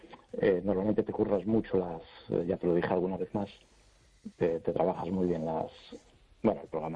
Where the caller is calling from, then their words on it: A Coruña, Galicia, Spain; de Coruña.